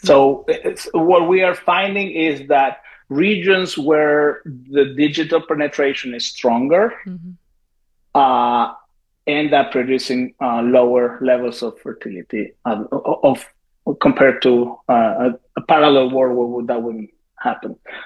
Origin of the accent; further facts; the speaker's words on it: Argentina; As I said, I'm from Argentina, and not too long ago, Argentina legalized abortion, and that was the talk.